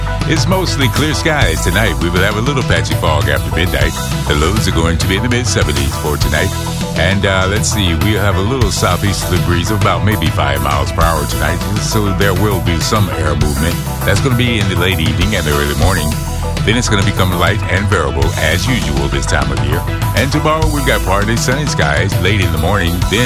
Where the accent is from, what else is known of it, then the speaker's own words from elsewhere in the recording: Lakeland, Florida, United States; That's my hometown, the Big L, Lakeland.